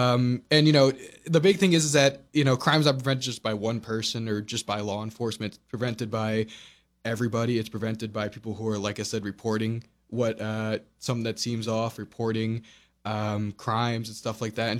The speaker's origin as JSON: {"language": "English", "town": "Long Island", "region": "New York", "country": "United States", "said": "And I'm from originally from Long Island, New York, just outside of New York City."}